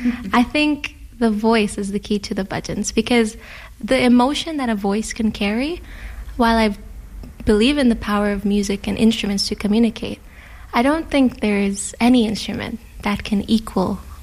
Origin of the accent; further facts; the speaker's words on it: Guyana; now in Canada; Because we're from Guyana and the music there is a little more rural folk music. So when you come to Canada